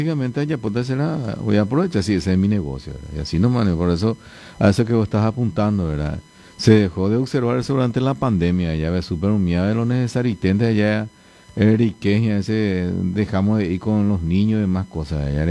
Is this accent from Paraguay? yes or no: yes; Paraguay; Sí, sí, somos los paraguayos.